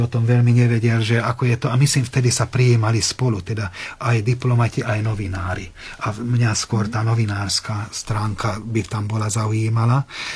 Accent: Hungary; also born or lived in Bratislava, Slovakia; ako bolo doma v Maďarsku.

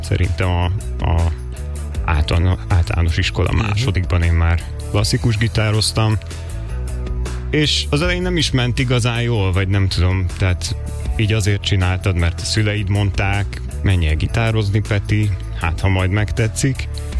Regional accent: Debrecen, Hajdú-Bihar, Hungary; moved away; Debrecenből jöttem egyébként

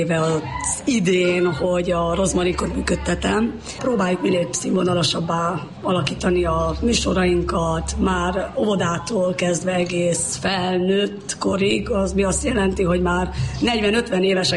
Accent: Odorheiu Secuiesc, Harghita, Romania; moved away as an adult; now in Racoș (Alsórákos), Romania; Édesapám keresztülmenői Szent Ábrahámi származása, édesanyám alsórákosi. Én Székelyudvarhelyen nevelkedtem, és miután elvégeztem az egyetemet, költöztem alsórákosra a nagyszüleimhez, és ott maradtam.

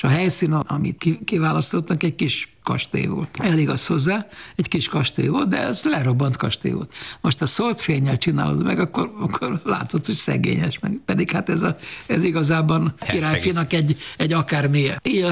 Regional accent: Hungary; mert én, mint magyar rendező

